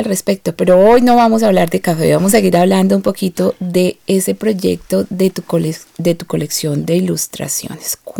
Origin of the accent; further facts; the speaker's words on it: Colombia; now in Australia; uno sí, como colombiano, se siente muy orgulloso de encontrar café de su tierra no solamente en los coffee shops, sino en los mercados australianos